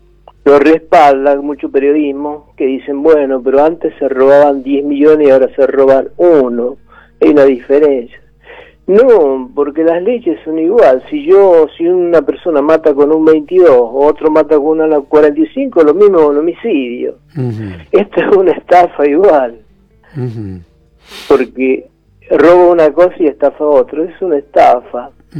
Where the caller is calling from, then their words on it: Buenos Aires, Argentina; hablo de Once.